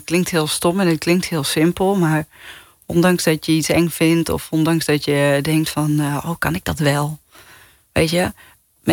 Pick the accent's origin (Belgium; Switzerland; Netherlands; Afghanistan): Netherlands; Gouda, South Holland; now in Amsterdam, Netherlands; ik kom uit Gouda.